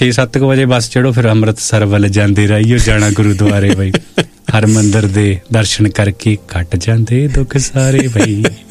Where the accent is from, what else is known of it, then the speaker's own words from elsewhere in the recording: Narangwal, Punjab, India; ਹਾਂ ਮੇਰਾ ਪਿੰਡ ਨਾਰੰਗਵਾਲ ਕਿਉਂਕਿ ਸਾਡੇ ਪਿੰਡ ਤੋਂ 4 ਕਿਲੋਮੀਟਰ ਸਾਡਾ ਸਕੂਲ 8ਵੀਂ ਤੱਕ ਸੀ